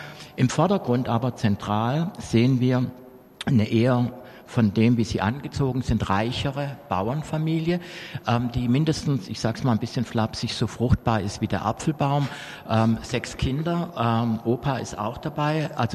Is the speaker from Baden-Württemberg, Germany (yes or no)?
yes; Schorndorf, Baden-Württemberg, Germany; meine ist zum Beispiel hier in Schorndorf groß geworden, also geboren, aber von Flüchtlingseltern. Und hätte es diesen Zweiten Weltkrieg nicht gegeben, dann wäre ich in einem Bauernhof groß geworden in Westpreußen.